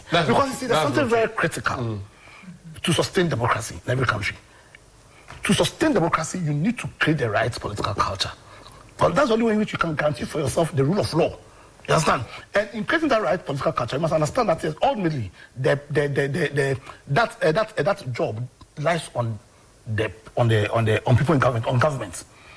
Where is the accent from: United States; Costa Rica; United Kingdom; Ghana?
Ghana; I'm a Ghanaian.